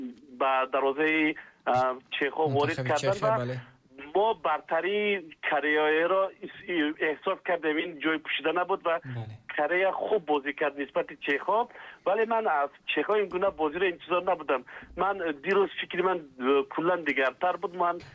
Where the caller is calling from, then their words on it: Dushanbe, Tajikistan; аз шаҳри Душанбе